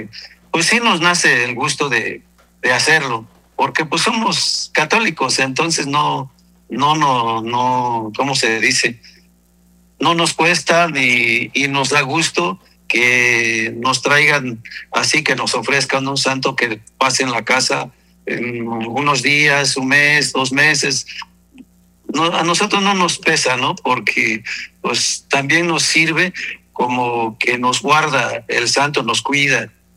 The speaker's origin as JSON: {"language": "Spanish", "town": "Yosondúa", "region": "Oaxaca", "country": "Mexico", "moved": "yes", "lives_now": "Mexico City, Mexico", "said": "yo vine en 1976 de Yosondúa. A radicar aquí a la Ciudad de México, pero pues llegué a Nesa primero."}